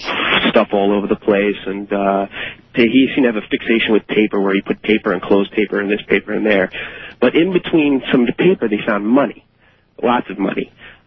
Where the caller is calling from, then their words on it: New Jersey, United States; I'm from New Jersey.